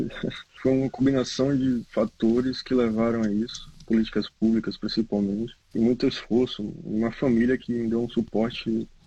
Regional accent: Brazil; now in Australia

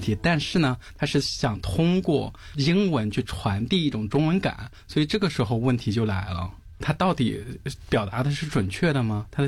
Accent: China; moved away as an adult; now in Melbourne, Australia; 我作为一个在中国长大的一个人

